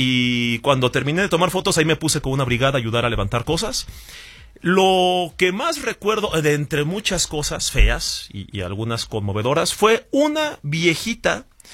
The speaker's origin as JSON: {"language": "Spanish", "country": "Mexico", "said": "los mexicanos tenemos ese heroísmo en la sangre"}